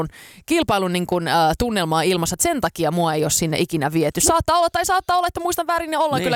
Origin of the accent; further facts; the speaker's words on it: Ostrobothnia, Finland; born there; mä olen Pohjanmaalta itse sikissyt ja syntynyt